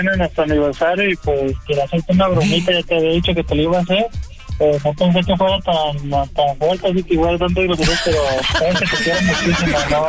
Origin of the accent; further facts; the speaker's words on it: Guadalajara, Jalisco, Mexico; Sabes que yo soy como de Guadalajara, caballeros, ¿no?